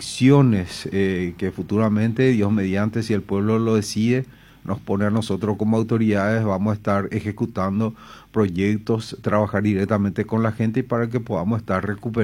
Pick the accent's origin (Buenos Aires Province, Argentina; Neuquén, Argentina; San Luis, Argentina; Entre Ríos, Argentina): San Luis, Argentina; Unión; voy a hacer que el pueblo, mi pueblo de Unión, con toda su gente, pueda tener una vida digna